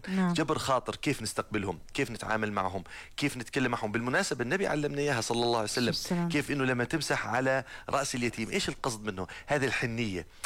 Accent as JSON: {"language": "Arabic", "country": "Jordan", "said": "نحن في الأردن من فضل الله عز وجل كل المحيط حولنا ملتهب، ومع ذلك من فضل الله عز وجل رغم كل ما نواجه إلا عندنا أمان مجتمعي، عندنا أولادنا في الليل بيطلعوا، بناتنا في النهار، شوارعنا نظيفة"}